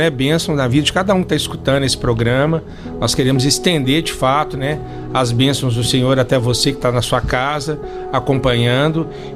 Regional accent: Belo Horizonte, Minas Gerais, Brazil; now in Juatuba, Brazil; Eu sou daqui mesmo, de Belo Horizonte, nascido aqui. Mas o meu bisavô era alemão.

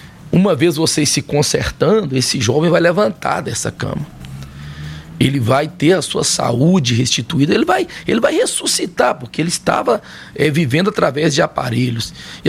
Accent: Alvarenga, Minas Gerais, Brazil; lá de Alvarenga, onde eu sou nascido, né, minha terra natal

